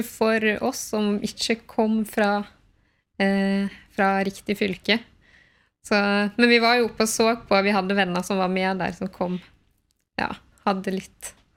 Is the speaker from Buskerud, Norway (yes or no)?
no; Breim, Vestland, Norway; moved away as an adult; now in Oslo, Norway; Jeg kommer fra Nordfjord, fra Breim I Sogn og Fjordane, og ja, spiller saks, har vokst opp der og har kommet til Oslo